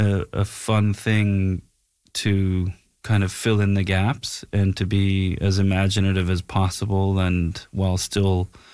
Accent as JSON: {"language": "English", "region": "Nova Scotia", "country": "Canada", "also_born_or_lived": "Halifax", "moved": "as an adult", "lives_now": "Los Angeles, United States", "said": "I always knew, I moved from Nova Scotia to Los Angeles to go to the American Film Institute."}